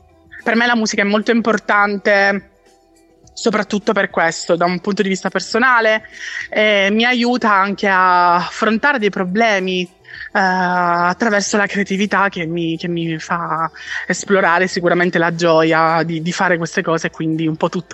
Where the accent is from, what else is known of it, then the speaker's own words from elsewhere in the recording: Catania, Sicily, Italy; Io provengo da Catania ed è una città molto, molto viva, ma è viva, è un vivere diverso rispetto a Milano.